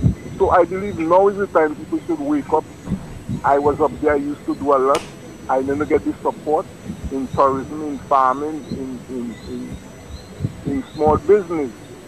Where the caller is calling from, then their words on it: Marigot, Saint Andrew, Dominica; I'm from Marigot.